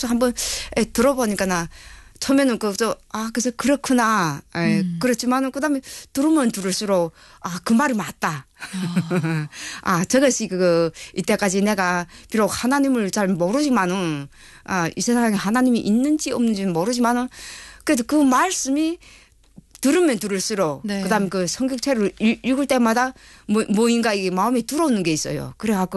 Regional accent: North Korea; moved away as an adult; 저는 뭐 진짜 북한에 있을 때는 이런 종교라는 거는 들어도 못 봤어요.

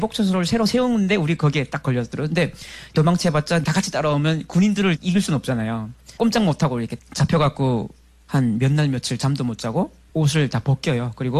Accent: North Korea; now in South Korea; 저는 98년에 처음으로 탈북했기 때문에 5년 만에 이제 고향 땅을 밟는 거였거든요.

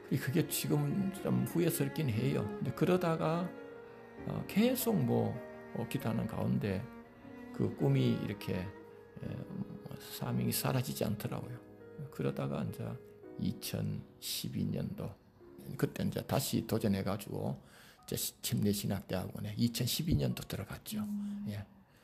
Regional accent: Gyeongju, North Gyeongsang, South Korea; 요 경주시 강동면, 이제 고등학교 졸업하고는 공무원 생활했고

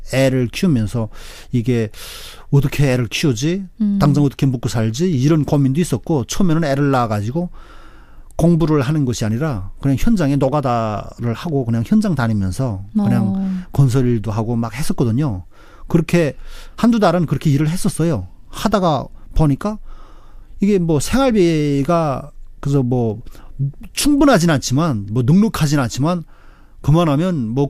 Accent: North Korea; moved away as an adult; now in South Korea; 북한에는 조경이라는 용어 자체가 없었거든요. 그래서 저도 한국에 처음 왔을 때는 조경이 뭔가 했댔어요.

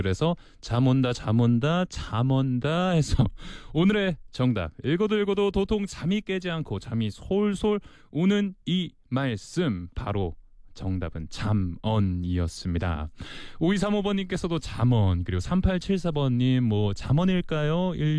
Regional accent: Seoul, South Korea; now in Busan, South Korea; 저는 서울 사람이라 이 피곤한 상황에서는 아, 졸려라고, 졸리다라고 표현을 하지만

